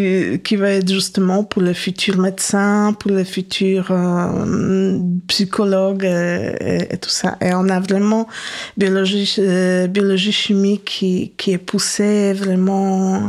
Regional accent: Poland; born or raised there; first language Polish; French is a second language; moved away as an adult; now in France

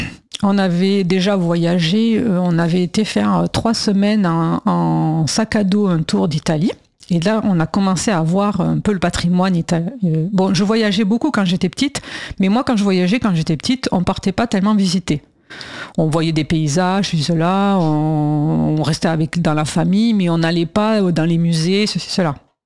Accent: Occitanie, France; moved away as an adult; also born or lived in Blois; now in Paris, France; quand on vient du Gers, on ne trouve pas ça perdu du tout

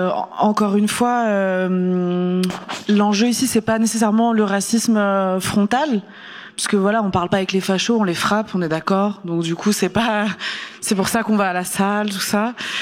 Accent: Pays de la Loire, France; born there; also born or lived in Algeria; Moi, je suis née en Algérie en plus, donc j'ai vraiment vu le grand écart entre les deux. Je rappelle la Vendée, voilà, mon adolescence, c'était compliqué.

